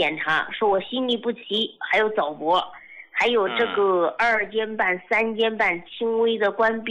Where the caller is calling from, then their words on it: Shenyang, Liaoning, China; 我是来自这个沈阳天溪区的啊，这是四方台镇的一个农民。